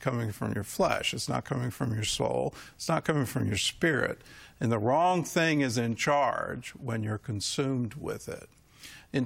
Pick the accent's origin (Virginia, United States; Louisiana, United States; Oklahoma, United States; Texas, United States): Virginia, United States; the price of gasoline was a full dollar cheaper there than it was in my home state of Virginia.